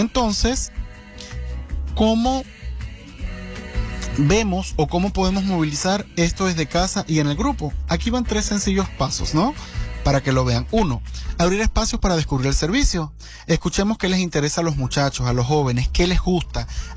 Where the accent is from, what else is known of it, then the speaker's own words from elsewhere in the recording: Maturín, Monagas, Venezuela; Bueno, desde el Zulia, realmente yo soy de Maturín, Estado Monagas, un oriental aquí trabajando, llevando la misión del día a día en el Zulia